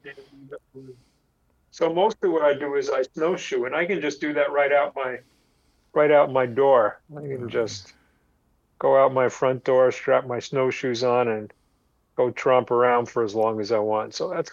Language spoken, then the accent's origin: English; New York, United States; born or raised there